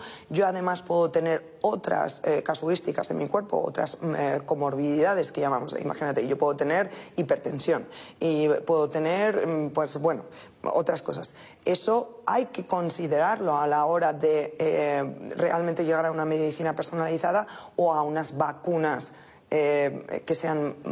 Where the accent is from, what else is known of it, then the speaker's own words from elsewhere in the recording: Salamanca, Castile and León, Spain; moved away; yo como charra, además y formada allí